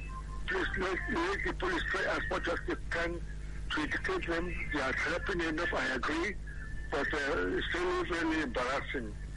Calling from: Enugu, Enugu State, Nigeria; I'm calling from Enugu.

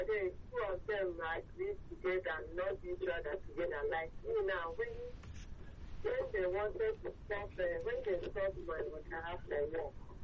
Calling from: Lagos, Nigeria; I'm calling from Oshodi.

